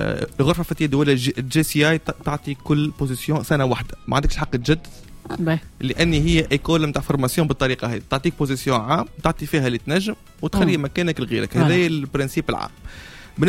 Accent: Sfax, Sfax Governorate, Tunisia; born or raised there

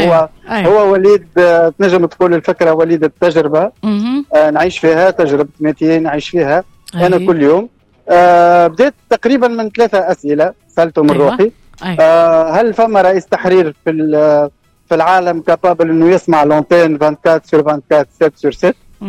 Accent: Tunisia; جينا من تونس كمصدرين للتكنولوجيا

